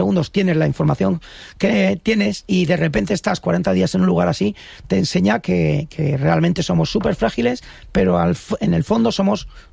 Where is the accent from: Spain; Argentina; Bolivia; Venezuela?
Spain; Íscar, Castile and León; born or raised there